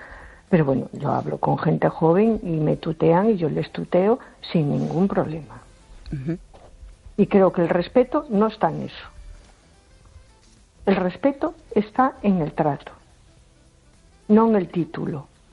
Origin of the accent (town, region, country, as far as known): A Coruña, Galicia, Spain